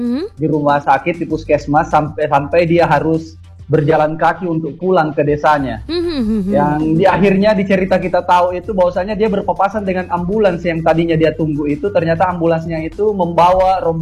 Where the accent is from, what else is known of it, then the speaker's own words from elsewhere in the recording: Kediri, East Java, Indonesia; Kalau saya dari Kediri, Mbak.